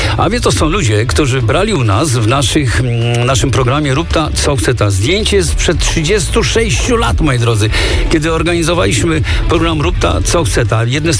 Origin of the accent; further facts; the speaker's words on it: Kenya; Polish is a second language; now in Warsaw, Poland; Pochodzę z Kenii, od 36 lat mieszkam w Warszawie oraz pracuję jako nauczyciel języka angielskiego.